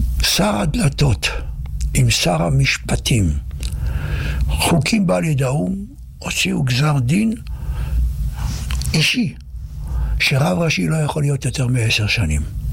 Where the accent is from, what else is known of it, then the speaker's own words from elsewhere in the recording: Petah Tikva, Central District, Israel; born there; moved away; השנתיים האלה שגדלתי בפתח תקווה